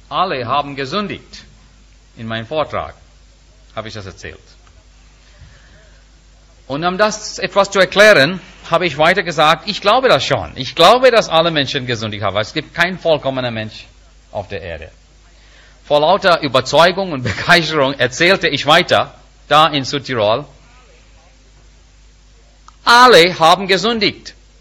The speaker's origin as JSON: {"language": "German", "country": "India", "said": "Liebe Freunde, als Inder Ich brauchte die Bibel nicht."}